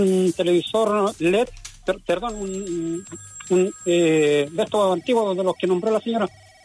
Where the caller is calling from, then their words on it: Copiapó, Atacama, Chile; De acá, de Copiapó